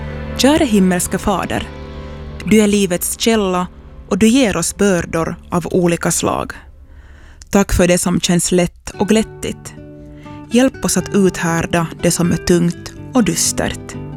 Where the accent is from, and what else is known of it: Träskända, Uusimaa, Finland